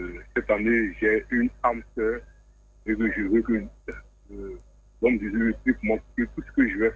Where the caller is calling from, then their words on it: Abidjan, Côte d’Ivoire; Je viens de Marco Ipoji.